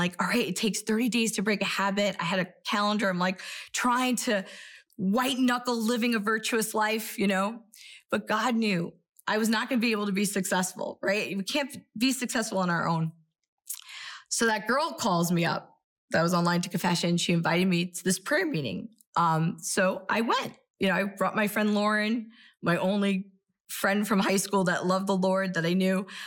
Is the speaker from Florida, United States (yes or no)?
no; New York, United States